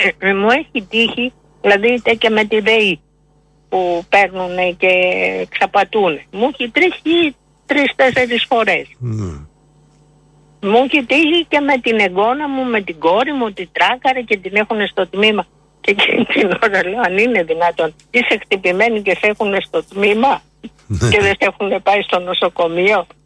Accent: Athens, Attica, Greece; also born or lived in Corfu; Εντάξει, και εγώ εκεί μην νομίζεις, μάλλον. Έχω μεγαλώσει στην Αθήνα.

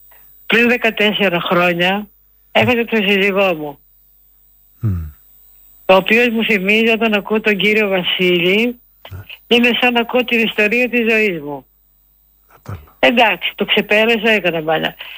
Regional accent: Western Greece, Greece; now in Patras, Greece; Λοιπόν, η καταγωγή μου είναι από την Ηλία, αλλά μένω στην Πάτρα.

